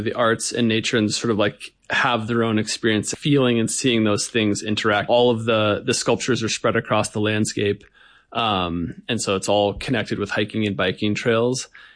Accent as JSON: {"language": "English", "area": "Eagle River Valley", "region": "Colorado", "country": "United States", "tie": "born or raised there", "moved": "yes", "lives_now": "Montana, United States", "said": "I grew up in a little valley called West Lake Creek, which is runs into the Eagle River Valley. So it's just down the road from Vail, the ski area, the ski resort."}